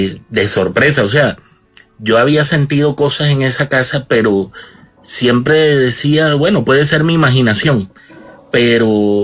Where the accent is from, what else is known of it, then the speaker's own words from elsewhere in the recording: Barranquilla, Atlántico, Colombia; Resulta que yo soy de Barranquilla, yo crecí en una casa la cual siempre sentí desde muy joven que esa casa tenía como muchas energías malas